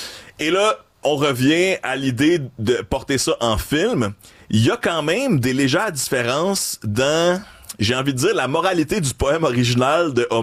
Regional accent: Montreal, Quebec, Canada; vous allez sentir tout mon jugement de Montréalais

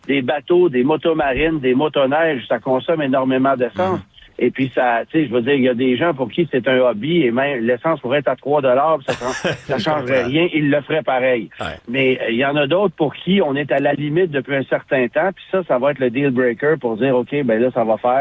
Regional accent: Quebec, Canada; chez nous au Québec

